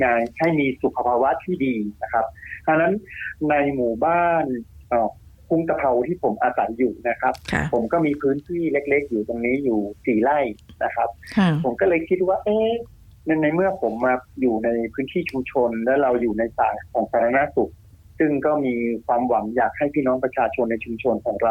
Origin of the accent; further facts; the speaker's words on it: Chiang Rai, Thailand; now in Kung Taphao, Uttaradit, Thailand; จริงๆผมเป็นคนจังหวัดเชียงรายนะครับแล้วก็มาเป็นเขยที่จังหวัดอุตรดิตถ์นะครับ